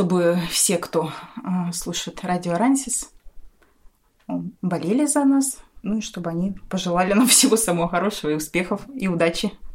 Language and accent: Russian; Omsk, Omsk Oblast, Russia; Я приехала из города Омска.